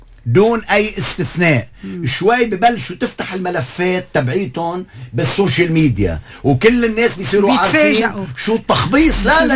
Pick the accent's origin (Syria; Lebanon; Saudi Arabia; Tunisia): Lebanon; احنا عندنا بلبنان